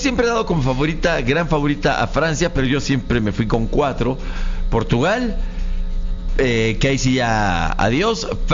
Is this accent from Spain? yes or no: no; Mexico; Yo soy mexicano.